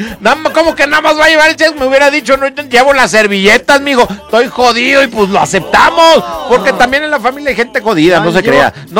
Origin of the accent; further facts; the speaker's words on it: San Pedro, Coahuila, Mexico; lo esperamos en San Pedro, Coahuila, en las colonias, en San Pedro, las colonias, Coahuila. Ahí lo esperamos, ahí de ahí mero somos.